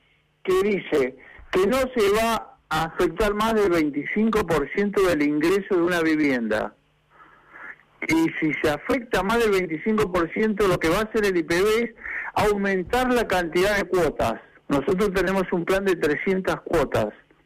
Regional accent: Comodoro Rivadavia, Chubut, Argentina; No somos parte de otro país, somos parte de la República Argentina, de la provincia de Chubut, de Comodoro Rivadavia.

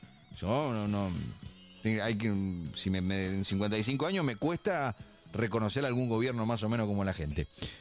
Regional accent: Argentina; los argentinos somos malos, los argentinos somos esto.

